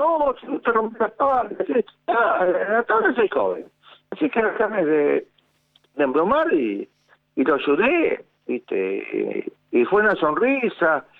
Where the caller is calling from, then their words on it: Rosario, Santa Fe, Argentina; de Rosario.